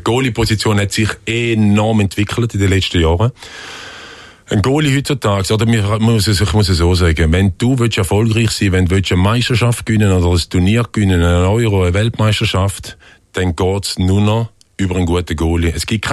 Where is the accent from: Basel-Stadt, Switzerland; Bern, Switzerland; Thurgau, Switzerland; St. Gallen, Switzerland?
Thurgau, Switzerland; Frauenfeld; Wir hier in der Nähe von Winterthur aufgewachsen im Frauenfeld.